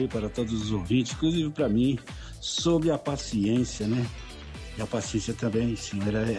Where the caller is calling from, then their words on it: Roraima, Brazil; do Caranã.